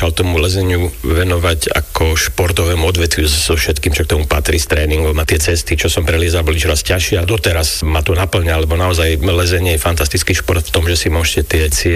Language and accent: Slovak; Poprad, Prešov Region, Slovakia; Už narodil som sa ja v Poprade, alebo teda pod Tatrami, a som tu celý život